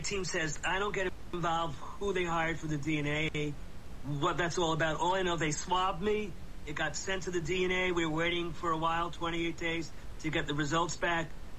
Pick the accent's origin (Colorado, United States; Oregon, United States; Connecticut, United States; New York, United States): New York, United States; New York City; born there; now in Florida, United States; I was born in New York City at Doctors Hospital. I'm a twin